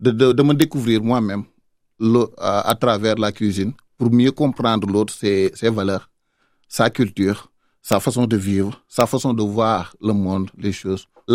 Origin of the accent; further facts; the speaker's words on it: Senegal; moved away as an adult; now in France; moi, au Sénégal, j'ai travaillé dans le ministère des Infrastructures et des Transports. Je suis en France depuis 2 ans.